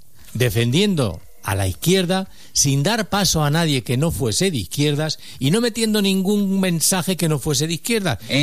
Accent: Spain; Nosotros somos unos españoles que decimos lo que pensamos

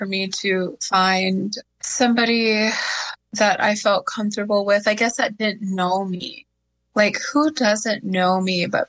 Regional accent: South Dakota, United States; now in Shakopee, United States; I am full woman, and I am from Sisseton Wahpeton Oyate, and I am joining here in Shakopee, Minnesota.

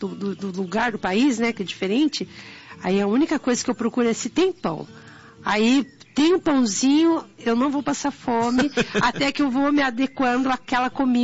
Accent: São Paulo, Brazil; moved away as an adult; also born or lived in Bahia; Eu porém fui criada em São Paulo.

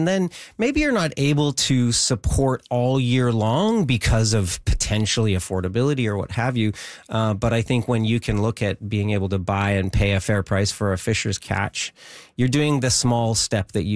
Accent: Vancouver Island, British Columbia, Canada; also born or lived in Okanagan; I was born in the Okanagan, raised on Vancouver Island, fishing with my father. My mom and dad moved up to the Okanagan, and we were orchardists, I guess. They were experimenting as hippies back in the early 70s, and then we moved back to the coast and just grew up fishing.

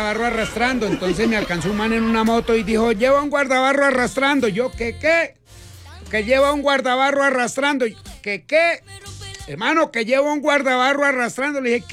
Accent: Colombia; uno a donde llega dice, soy colombiano

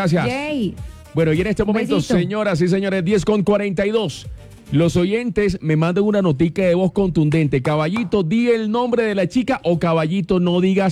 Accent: Barranquilla, Atlántico, Colombia; Y es que nosotros los barranquilleros no hablamos así.

